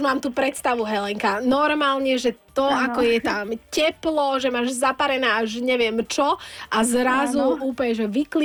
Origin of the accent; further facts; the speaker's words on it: Prešov, Prešov Region, Slovakia; Tam som niekoľkokrát stala ako Prešovčanka.